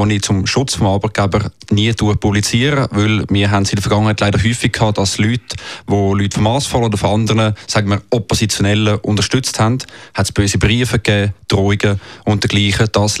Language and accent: German; Lucerne, Switzerland; moved away as an adult; now in Zurich, Switzerland; aufgewachsen, geboren in Luzern, wohne mittlerweile in Zürich.